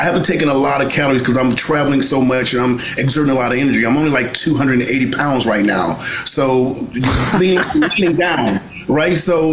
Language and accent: English; Mississippi, United States; I'm from Mississippi, and the best part of me being from where I'm from was sitting down at a table eating together with my family.